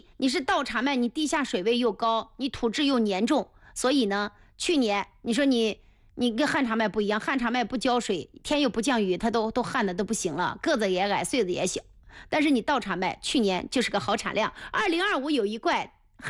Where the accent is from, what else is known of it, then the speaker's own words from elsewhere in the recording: Anhui, China; 是咱们安徽人自己培育的品种